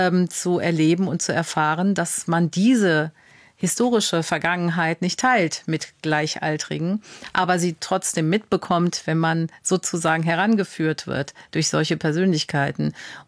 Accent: Unkel, Rhineland-Palatinate, Germany; also born or lived in India; ich bin ja in Deutschland geboren und aufgewachsen.

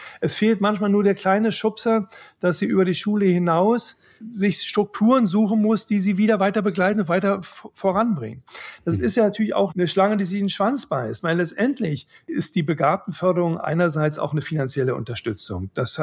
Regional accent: Brandenburg, Germany; Ich bin in der Nähe von Berlin aufgewachsen.

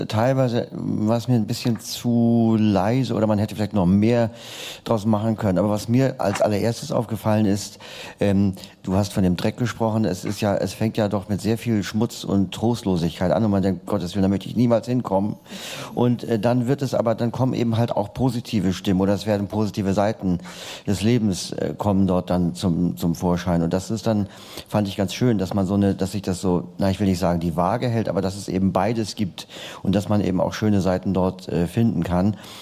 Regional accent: Hamburg, Germany; ich komme aus Hamburg

